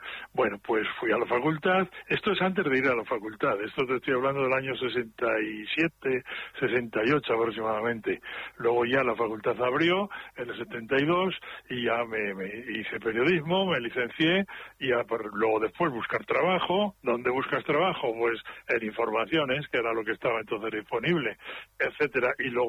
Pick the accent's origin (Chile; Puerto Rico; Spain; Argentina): Spain; Haro, La Rioja; now in Madrid, Spain; Mi madre pues tenía la radio puesta siempre mientras yo estaba haciendo los deberes en mi pueblo, en Haro, en La Rioja, o mientras estaba jugando a las chapas.